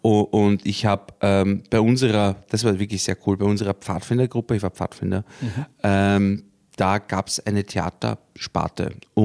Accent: Vienna, Austria; Ich komme aus Favoriten, bin im 10. Bezirk aufgewachsen. Und eigentlich nie so wirklich weggegangen. Also ich wohne jetzt im fünften Bezirk, also es ist nicht so weit.

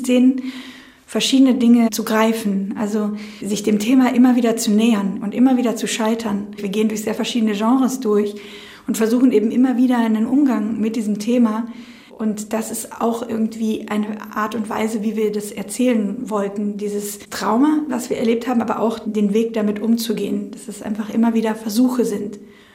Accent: Germany; moved away; ich bin selber in Deutschland aufgewachsen

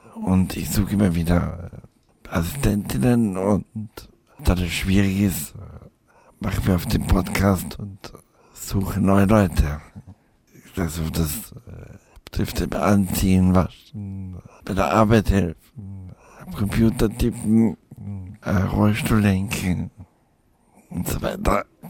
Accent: Carinthia, Austria; Ich bin ja auch Kärntner. Ich komme aus Kärnten

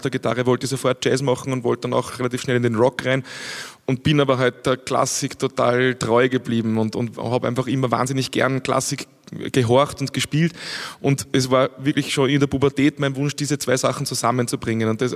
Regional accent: St. Florian, Upper Austria, Austria; Ich war mit meiner Mutter in der Musikschule St. Florian, wo ich aufgewachsen bin, die Schwester vom Blockflötenunterricht abholen.

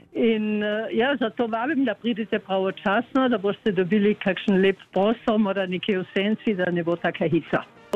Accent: Carinthia, Austria; da smo Slovenci iz okolice Baškega jezera, da smo vključeni v kulturno društvo je pa Baško jezero

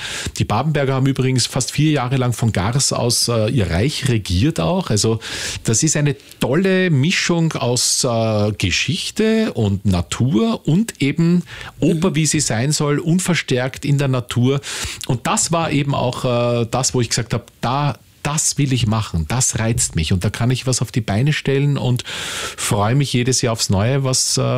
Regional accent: Austria; so wie den, der Teesalon, sage ich einmal, bei uns in Österreich, eingeladen.

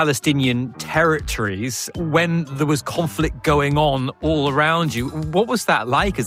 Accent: United Kingdom; This is Austrian Radio. I'm British.

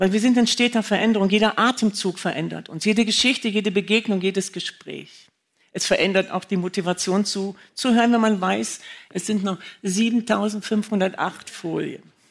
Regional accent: Germany; ich komme ja aus Deutschland

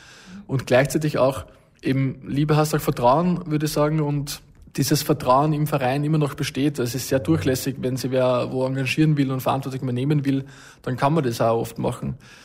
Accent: Vienna, Austria; Ich bin in Wien aufgewachsen, aber mit Elternhaus oder Großelternhaus in Oberösterreich.

